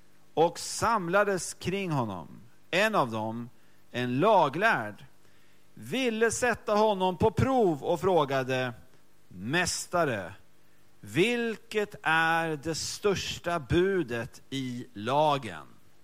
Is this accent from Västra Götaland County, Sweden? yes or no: yes; Mölndal, Västra Götaland County, Sweden; jag kommer från Mölndal, kan en del om Mölndal också.